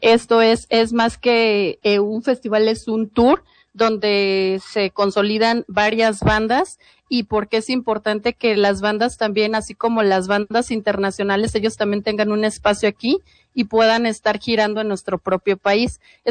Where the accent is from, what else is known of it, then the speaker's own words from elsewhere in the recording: San Luis Potosí, Mexico; Yo soy de San Luis Potosí